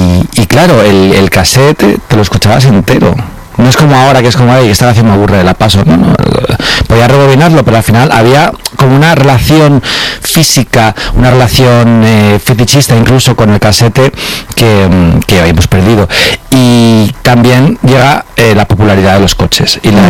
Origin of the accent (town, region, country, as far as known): Alcorcón, Community of Madrid, Spain